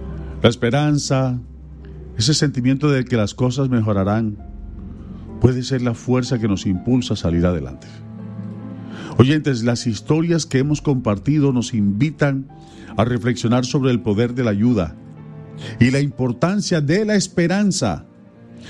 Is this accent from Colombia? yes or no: yes; Colombia; nos levantamos como grandes colombianos resilientes que somos.